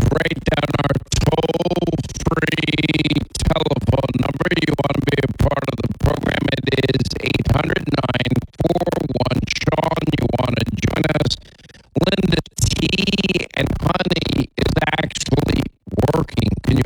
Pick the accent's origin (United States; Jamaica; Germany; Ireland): Ireland; I'm Irish.